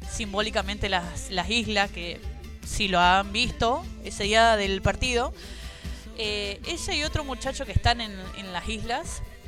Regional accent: Argentina; como los argentinos siempre nos avivamos

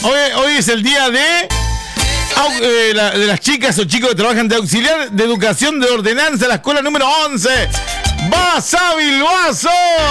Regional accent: Argentina; Soy argentino yo, no soy inglés.

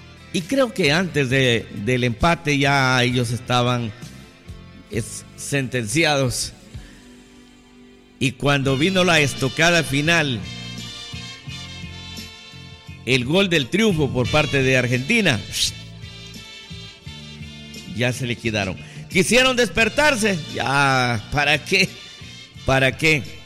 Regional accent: Ecuador; nuestro fútbol, el fútbol ecuatoriano

